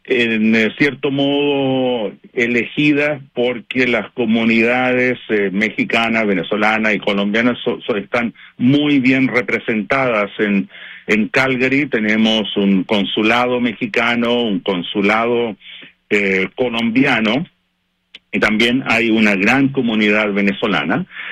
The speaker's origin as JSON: {"language": "Spanish", "country": "Chile", "lives_now": "Vancouver, Canada", "said": "Yo soy chileno, por si no se nota por el acento, y he estado en contacto con el consulado. Justo me pillaste ahora, te estoy llamando desde Vancouver, Jorge."}